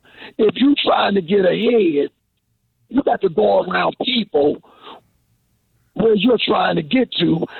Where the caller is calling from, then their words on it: Washington, District of Columbia, United States; I'm calling from Capitol Hill, where I work at.